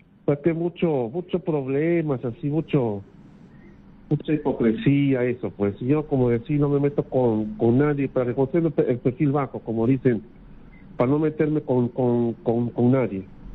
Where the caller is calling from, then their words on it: San Juan de Miraflores, Lima, Peru; de San Juan de Miraflores.